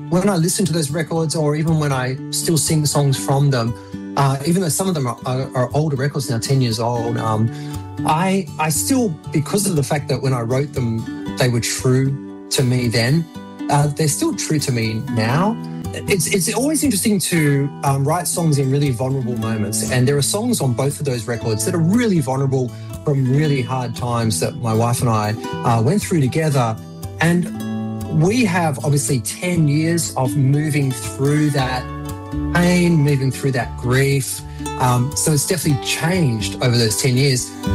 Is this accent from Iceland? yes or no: no; Australia; as an Aussie